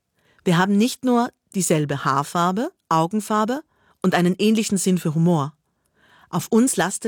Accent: Tyrol, Austria; Kurz vor meinem 18. Geburtstag habe ich im Winter des Jahres 2000 in meinem Heimatdorf im Tiroler Bezirk Kitzbühel den Führerschein gemacht.

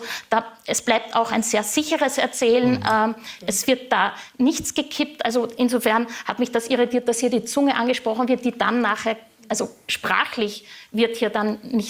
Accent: Austria; Was ich natürlich als Österreicherin sofort assoziere, da kann ich nicht anders

